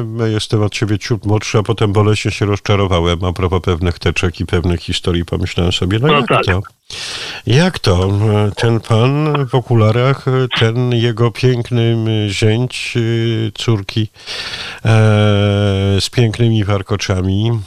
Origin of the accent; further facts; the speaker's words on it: Lublin Voivodeship, Poland; mam te 50 parę lat, natomiast nie potrafię tego rozgraniczyć i nie potrafię sobie wytłumaczyć, bo jestem prosty chłopak z Zamojszczyzny